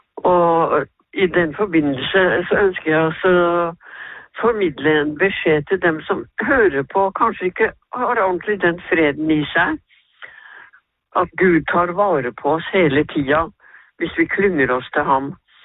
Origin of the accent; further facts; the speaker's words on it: Innlandet, Norway; now in Fredrikstad, Norway; Jeg bor i Fredrikstad, men jeg kommer fra Gudbrandsdalen.